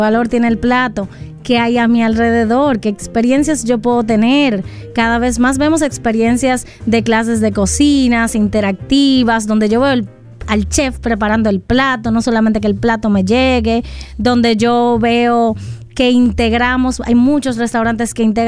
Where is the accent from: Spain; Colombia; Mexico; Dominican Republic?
Dominican Republic; tenemos nosotros como dominicanos algo cultural intrínseco adentro